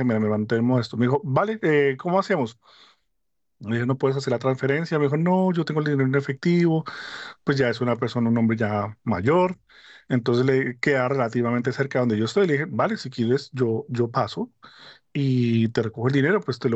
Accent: Colombia; now in Madrid, Spain; todos somos colombianos, que todos salimos desde Madrid.

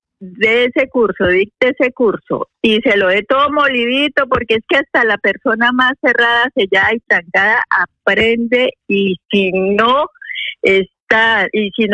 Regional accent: Colombia; los que escuchamos tu programa, que la mayoría somos colombianos

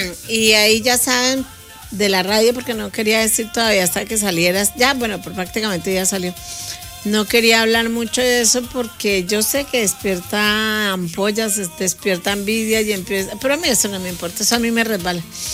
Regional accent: Ecuador; 16 años siendo ecuatoriana, y sigo siendo ecuatoriana. Ustedes saben que yo amo y adoro Ecuador

